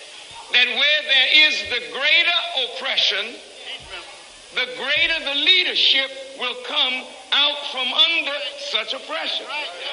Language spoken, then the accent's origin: English; New York City, New York, United States; born there; now in Georgia, United States; I was born in New York City. But I'm here in Georgia.